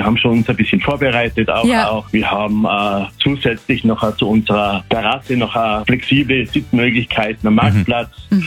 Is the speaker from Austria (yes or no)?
yes; Austria; now in Fritzlar, Germany; Als Österreicher muss man das können, eigentlich das Wiener Schnitzel.